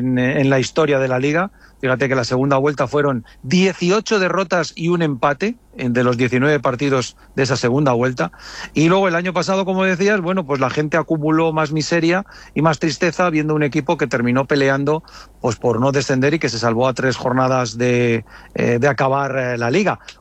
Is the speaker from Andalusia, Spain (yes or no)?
no; Valladolid, Castile and León, Spain; aquí somos de Valladolid